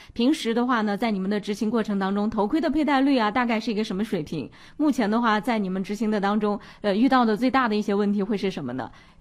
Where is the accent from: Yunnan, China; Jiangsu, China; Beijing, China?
Yunnan, China; Kunming